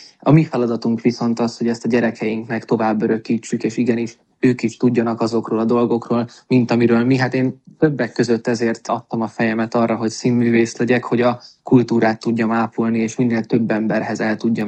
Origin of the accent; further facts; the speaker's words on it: Hungary; magyarok vagyunk